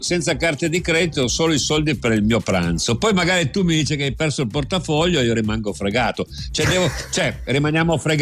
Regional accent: Piedmont, Italy

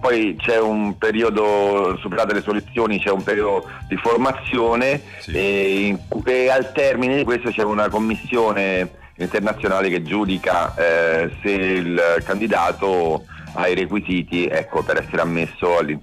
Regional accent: Rome, Lazio, Italy; Sono romano, sì.

